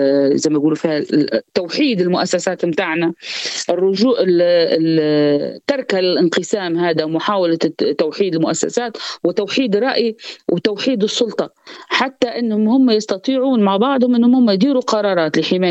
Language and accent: Arabic; Tripoli, Tripoli District, Libya; في منطقة السراج عندنا في طرابلس.